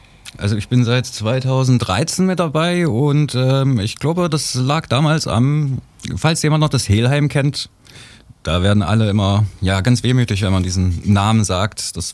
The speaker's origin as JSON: {"language": "German", "town": "Wurzen", "region": "Saxony", "country": "Germany", "moved": "yes", "lives_now": "Leipzig, Germany", "said": "ich komme aus Wurzen"}